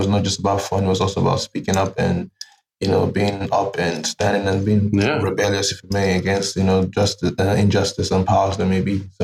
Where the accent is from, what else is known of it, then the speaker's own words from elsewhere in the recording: Lagos, Nigeria; also born or lived in Abuja; now in Germany; I was born in Lagos, Nigeria, but my family is from the east part of Nigeria. So the east, southeast, Imo states. I'm Igbo from tribe. But I was born in Lagos. I grew up partly in Lagos.